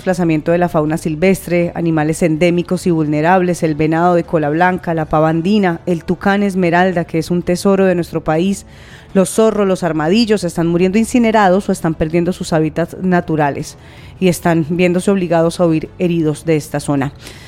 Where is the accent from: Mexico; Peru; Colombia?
Colombia; hace parte de nuestro tema vital como colombianos.